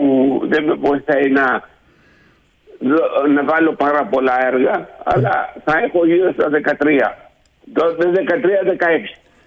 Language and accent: Greek; Andros, South Aegean, Greece; την ιδιαίτερη πατρίδα μου, την Άνδρο